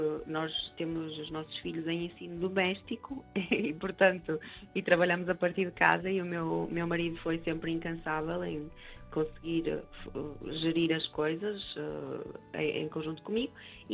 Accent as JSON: {"language": "Portuguese", "town": "Amarante", "region": "Norte", "country": "Portugal", "said": "sou de Amarante também"}